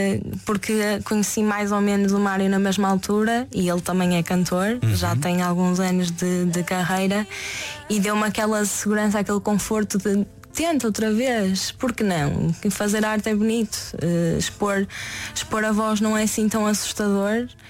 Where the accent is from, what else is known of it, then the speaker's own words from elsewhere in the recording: Portugal; Sou de Oliveira das Meias, Porto, Aveiro, por aí